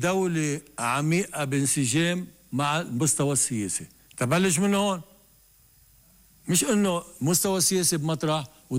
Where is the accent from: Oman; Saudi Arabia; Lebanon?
Lebanon; نحن كلبنانيين لازم نضل نشتغل تنوصل على دوله فعليه